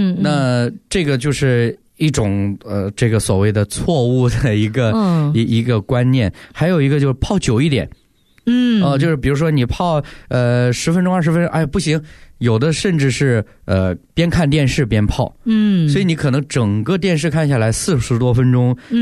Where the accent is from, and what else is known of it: China